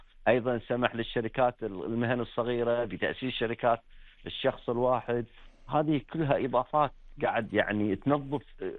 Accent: Kuwait

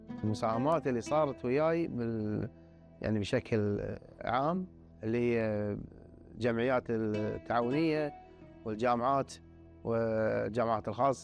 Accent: Kuwait; احنا من الكويت

